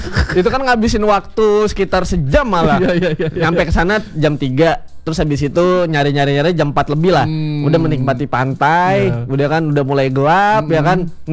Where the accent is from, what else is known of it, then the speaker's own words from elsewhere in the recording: Jakarta, Indonesia; now in Denpasar, Indonesia; kalau aku kan dari Jakarta nih teman pro 2 ya, merantau ke Denpasar.